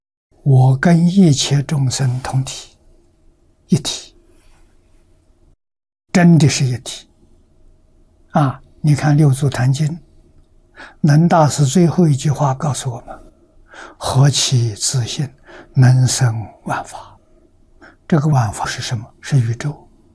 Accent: China

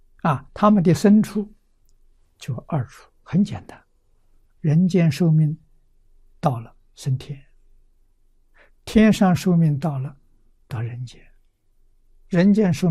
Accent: China

